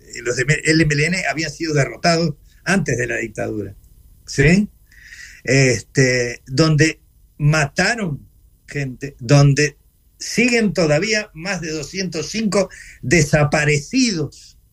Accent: Uruguay; Yo soy ciudadano de la República Oriental del Uruguay

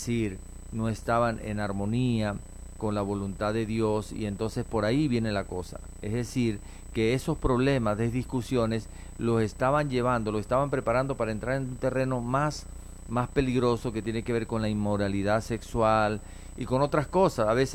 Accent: Venezuela; now in Colombia; es mi tierra, es Venezuela, y amamos a Venezuela

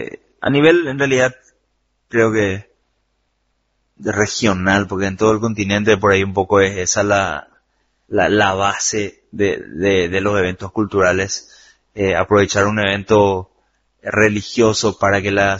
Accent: San Lorenzo, Central, Paraguay; soy de la ciudad de San Lorenzo, nacido y criado en San Lorenzo

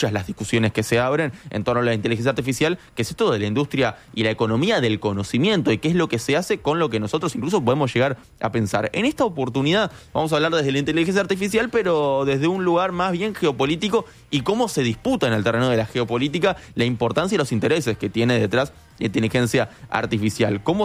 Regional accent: Progreso, Canelones, Uruguay; porque soy de ahí, soy de Canelones

